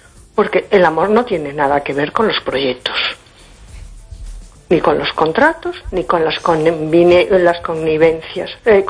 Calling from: A Coruña, Galicia, Spain; Hola, buenas noches … de Coruña.

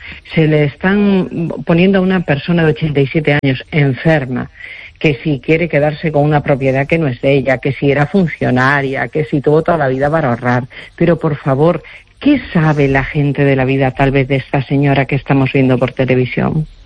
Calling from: Narón, Galicia, Spain; de Narón.

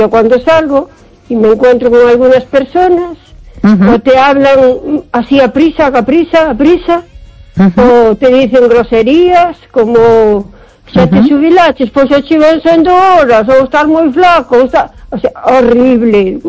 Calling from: O Carballiño, Galicia, Spain; de Carballiño.

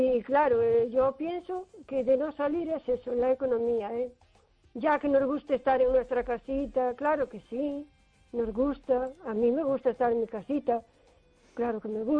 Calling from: O Carballiño, Galicia, Spain; de Carballiño.

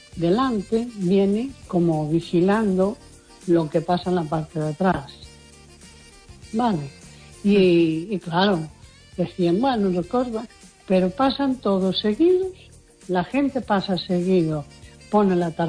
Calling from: A Coruña, Galicia, Spain; de la Coruña.

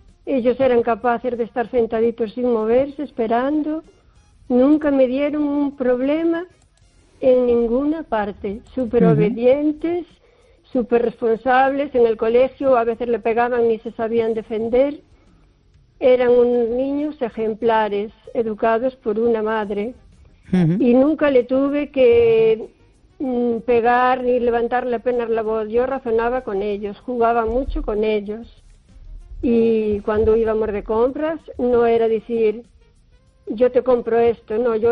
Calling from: O Carballiño, Galicia, Spain; de Carballiño.

